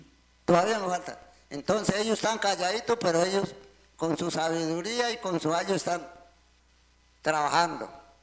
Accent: Arauca, Colombia; Spanish is a second language; Venimos todo el pueblo indígena del departamento de Arauca, vinimos de Tames, Sicuanes, Betoy

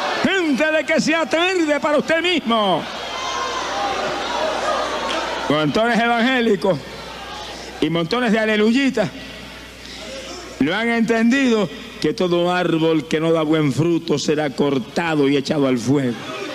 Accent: Camuy, Puerto Rico; born or raised there

